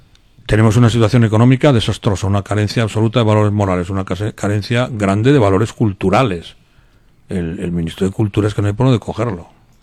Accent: Castile and León, Spain; y soy leonés.

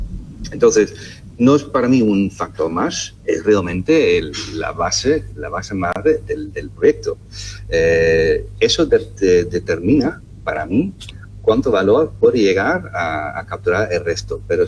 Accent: Netherlands; Spanish is a second language; moved away as an adult; now in Andalusia, Spain; yo llego aquí a España hace 26 años … soy de Holanda, y ya me siento muy andaluz

